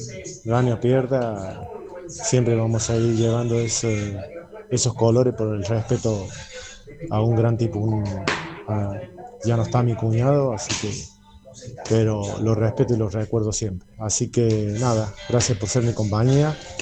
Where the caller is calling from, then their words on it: Córdoba, Argentina; Soy de Córdoba, porque soy de Córdoba